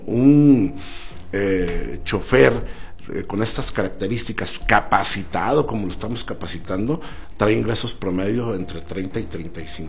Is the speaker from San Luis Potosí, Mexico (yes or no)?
no; San Juan de Guadalupe, Durango, Mexico; rumbo a mi tierra, San Juan de Guadalupe